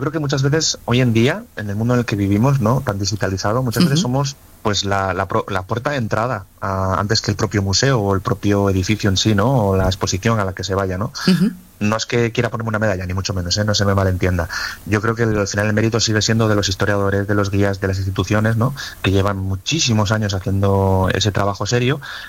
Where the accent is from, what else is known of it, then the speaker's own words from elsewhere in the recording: Asturias, Spain; yo soy asturiano